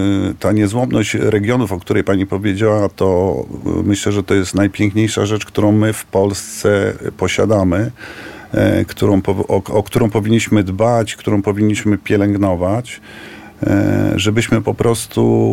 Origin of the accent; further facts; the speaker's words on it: Warsaw, Masovian Voivodeship, Poland; jestem warszawiakiem